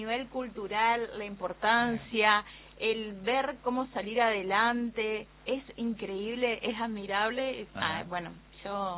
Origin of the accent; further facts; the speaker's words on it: Rafaela, Santa Fe, Argentina; now in Resistencia, Argentina; Yo soy santafesina.